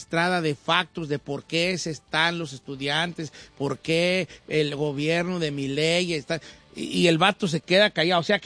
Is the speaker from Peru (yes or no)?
no; Mexico; Pero somos mexicanos